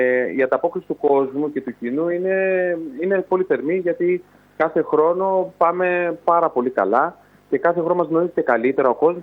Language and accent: Greek; Kyllini, Western Greece, Greece; now in Lechaina, Greece; γιατί εγώ δεν είμαι από εδώ, δεν είμαι από τα Λεχενά, επαγγελματίας είμαι στα Λεχενά, η καταγωγή μου από την Κυλλήνη, είμαι γέννημα θρέμα Κυλλινέως